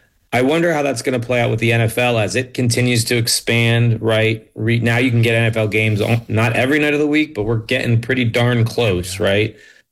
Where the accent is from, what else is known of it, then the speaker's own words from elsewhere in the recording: Rhode Island, United States; even a kid growing up in Rhode Island and in the Northeast, I mean, we had Providence College